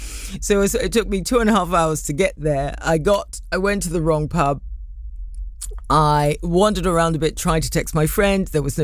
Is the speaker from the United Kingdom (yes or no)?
yes; London, United Kingdom; This is also where the irony of being a Londoner really kicks in.